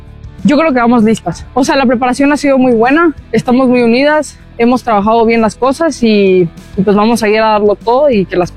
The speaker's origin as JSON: {"language": "Spanish", "country": "Mexico", "tie": "born or raised there", "moved": "yes", "lives_now": "Costa Rica", "said": "yo nací acá, yo viví acá, pero crecí en México. Entonces, regresar acá, conectar con la cultura, con la familia, porque mi familia también es de acá"}